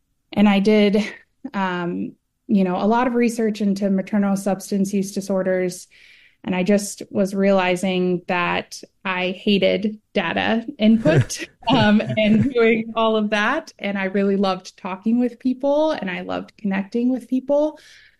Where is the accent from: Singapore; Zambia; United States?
United States; Texas; my grandfather was in the Navy, and so they ended up moving their family to Texas. So I'm actually originally from Texas.